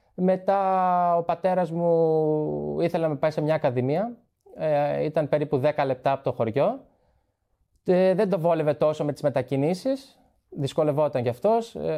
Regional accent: Trikala, Central Macedonia, Greece; born or raised there; moved away

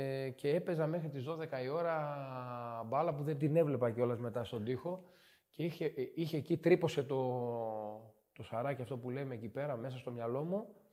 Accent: Strymoniko, Central Macedonia, Greece; Στο χωριό μου, στο Στριμονικό, μέχρι τα 16 μου. Εκεί ξεκίνησα, από μικρό παιδάκι.

